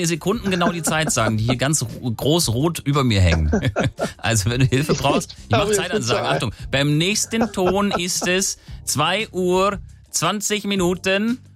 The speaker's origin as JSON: {"language": "German", "region": "Hesse", "country": "Germany", "said": "Nein, ich habe ja gerade gesagt, ich komme aus Hessen."}